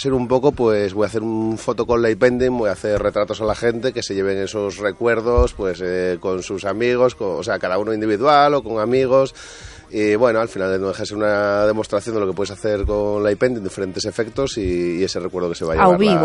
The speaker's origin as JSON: {"language": "Spanish", "region": "Asturias", "country": "Spain", "said": "Yo soy asturiano, entonces aquí me siento como en casa."}